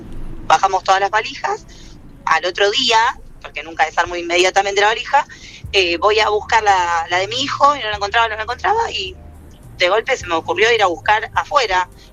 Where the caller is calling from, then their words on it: Alvear, Argentina; por suerte vivo en Alvear y nadie se lleva lo que no es suyo.